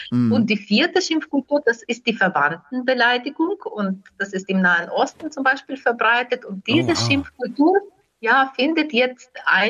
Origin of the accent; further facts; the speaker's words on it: Ukraine; first language Ukrainian; German is a second language; moved away; meine Muttersprache, das Ukrainische